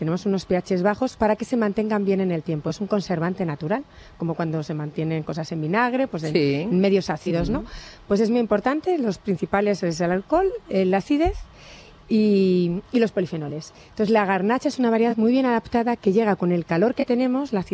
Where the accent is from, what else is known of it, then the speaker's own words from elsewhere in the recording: Madrid, Community of Madrid, Spain; yo primero es que soy madrileña.